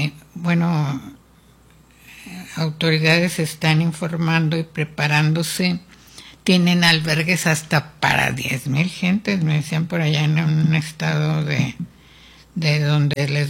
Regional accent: Mexico; nosotros como mexicanos

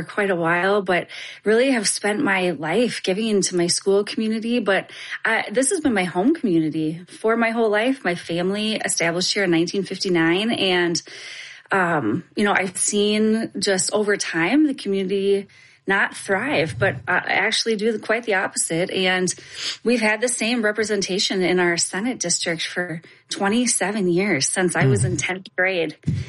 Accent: Coon Rapids, Minnesota, United States; So, born and raised in Coon Rapids, Minnesota. It's a suburb about 20 minutes north of Minneapolis.

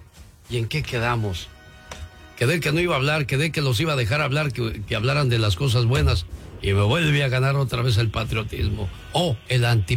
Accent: Mexico; Soy mexicano hasta las cachas y si salgo a la calle por gabacho no me van a hacer pasar.

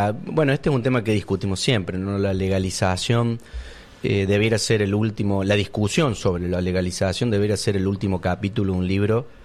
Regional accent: Argentina

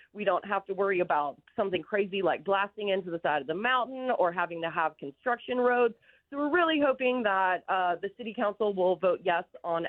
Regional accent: Atlanta, Georgia, United States; also born or lived in western US; now in Chattanooga, United States; I'm born and raised in Atlanta and lived out west for a long time, so I'm fairly familiar with gondolas.

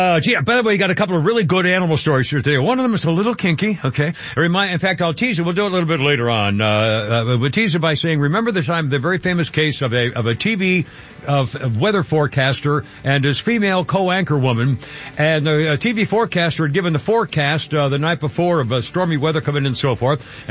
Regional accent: New England, United States; Well, growing up in New England, where you go out in the, you know, the woods area and the tourist areas

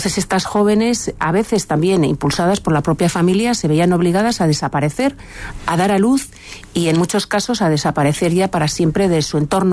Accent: San Sebastián, Basque Country, Spain; Yo soy de San Sebastián

